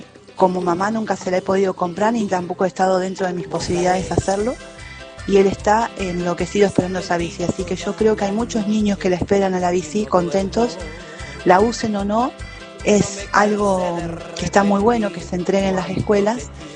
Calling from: Potrero de los Funes, San Luis, Argentina; desde Potrero de los Funes, San Luis.

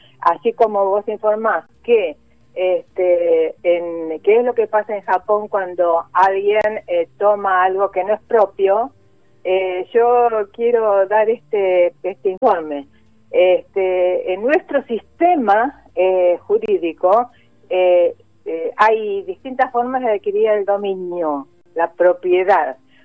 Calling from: Buenos Aires, Argentina; de Parque Avellaneda.

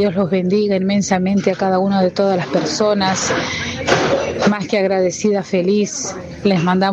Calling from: Soconcho, Santiago del Estero, Argentina; en la comunidad de Soconcho y sus alrededores.

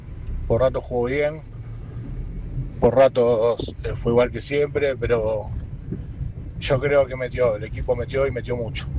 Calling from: Quilmes, Buenos Aires Province, Argentina; de Quilmes

